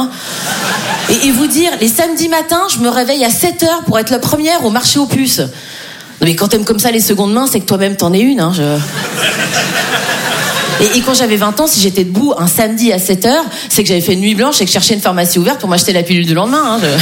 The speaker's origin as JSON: {"language": "French", "country": "Switzerland", "said": "mais pour moi, c'est un effort énorme de dire 90 parce que je suis suisse. Donc en vrai, je dis 90."}